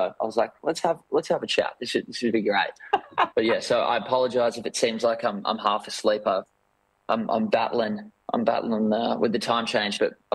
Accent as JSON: {"language": "English", "town": "Sydney", "region": "New South Wales", "country": "Australia", "tie": "born or raised there", "moved": "as an adult", "lives_now": "Nashville, United States", "said": "So that's the suburb I grew up in Sydney there, Seaforth."}